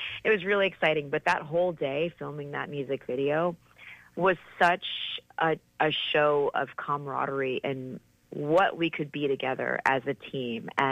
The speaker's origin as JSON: {"language": "English", "region": "Michigan", "country": "United States", "tie": "born or raised there", "moved": "yes", "said": "when I was a teenager growing up in Michigan"}